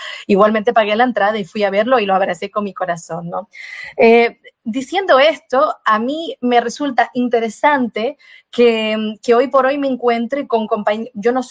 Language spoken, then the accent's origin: Spanish; Brazil; Yo soy indígena, yo soy brasileña natural brasileña